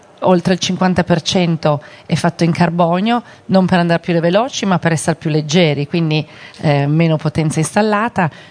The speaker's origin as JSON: {"language": "Italian", "town": "Turin", "region": "Piedmont", "country": "Italy", "said": "conoscenti con un piccolo ufficetto a Torino, noi siamo torinesi."}